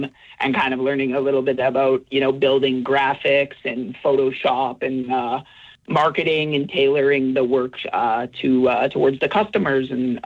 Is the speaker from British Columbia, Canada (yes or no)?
no; St. Albert, Alberta, Canada; So I'm from St. Albert. So I played double A in St. Albert